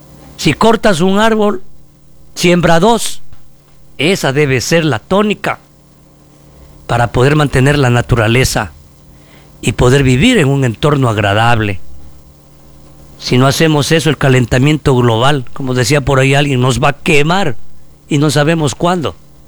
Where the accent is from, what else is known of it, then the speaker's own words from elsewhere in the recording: Ecuador; hay que cumplirlas como ecuatorianos